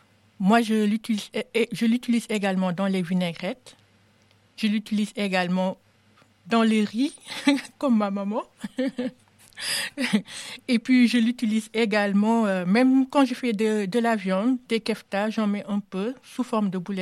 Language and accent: French; Senegal; moved away as an adult; now in France; je suis d'origine sénégalaise. Je suis née au Sénégal. J'ai grandi là-bas jusqu'à mes 19 ans. Et donc, quand je suis venue ici